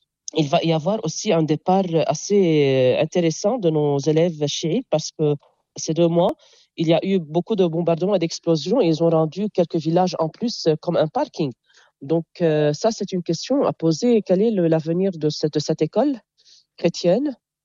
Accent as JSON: {"language": "French", "town": "Jounieh", "region": "Keserwan-Jbeil", "country": "Lebanon", "tie": "born or raised there", "second_language": "French", "said": "Et puisque je suis de Jounieh, vous voyez, l'élève ou bien l'enfant dépend de son environnement. À Jounieh, il y a la plage, il y a la mer."}